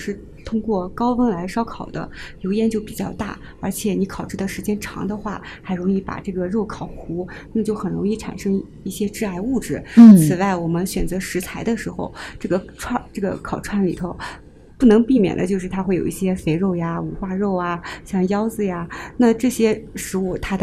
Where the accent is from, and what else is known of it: Xinjiang, China